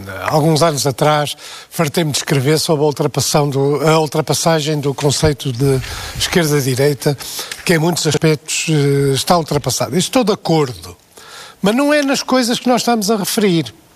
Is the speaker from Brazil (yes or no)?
no; Porto, Norte, Portugal; born or raised there